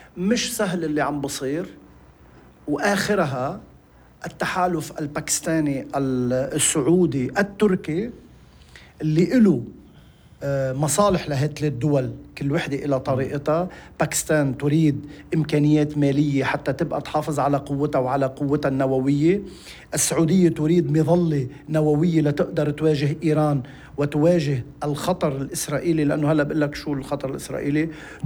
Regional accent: Lebanon; نحن في لبنان

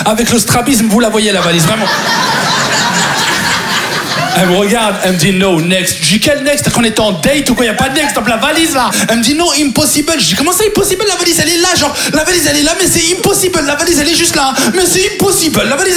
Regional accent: France; quand on est français à l'étranger et qu'on appelle notre ambassade, il y a un sentiment de fierté

